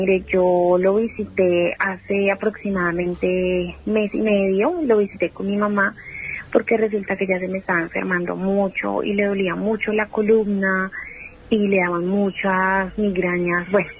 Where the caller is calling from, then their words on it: Bogotá, Bogotá Capital District, Colombia; Lo estoy llamando desde el barrio Villaluz, en Bogotá.